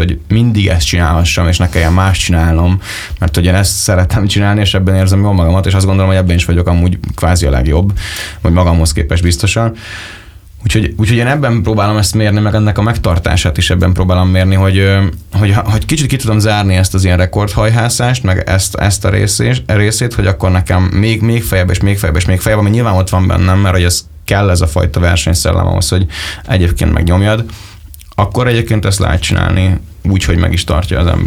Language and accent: Hungarian; Orfű, Baranya, Hungary; also born or lived in Pécs; mi az Orfűn nőttünk fel